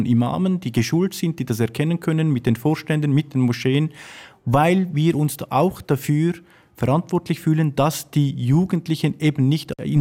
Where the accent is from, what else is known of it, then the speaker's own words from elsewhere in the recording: Switzerland; damit wir als Schweizer Muslime das schweizerische gesellschaftliche Zusammenleben auch positiv und konstruktiv mitprägen und mit unterstützen können, weil wir uns als Schweizer verstehen.